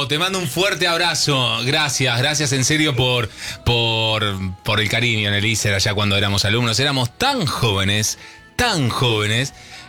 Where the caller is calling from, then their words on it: Río Cuarto, Córdoba, Argentina; de Río Cuarto.